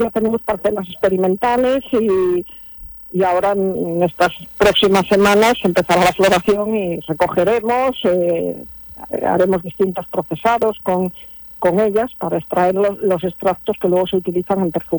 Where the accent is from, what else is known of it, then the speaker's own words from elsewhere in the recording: Cangas del Narcea, Asturias, Spain; moved away; cuando yo era pequeña en la aldea donde nací, en Carballo, en el concejo de Cangas del Narcea.